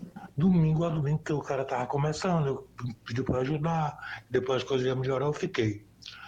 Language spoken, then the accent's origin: Portuguese; Rio Doce, Minas Gerais, Brazil; sou aqui de Rio Doce. Tenho 66 anos